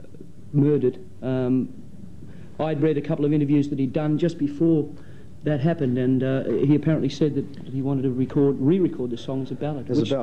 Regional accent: England, United Kingdom; now in Australia; I'm originally English

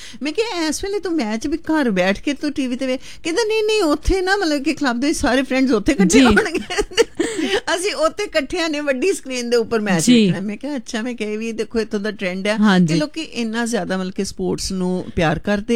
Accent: Punjab, India; now in Australia

